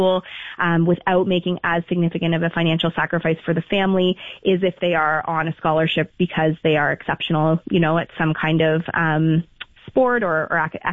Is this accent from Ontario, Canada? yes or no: yes; Toronto, Ontario, Canada; I grew up in the Toronto area